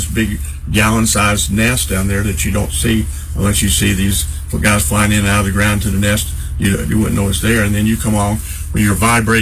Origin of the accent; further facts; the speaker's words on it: North Carolina, United States; Grew up in Ohio, I grew up in North Carolina.